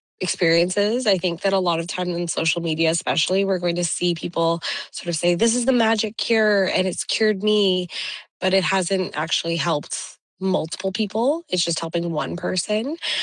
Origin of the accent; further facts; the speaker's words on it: India; I'll say India just because I'm Indian, but okay.